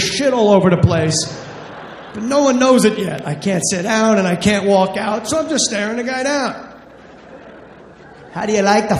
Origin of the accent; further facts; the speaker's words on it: New Jersey, United States; I'm from Jersey, man. I don't fuck around.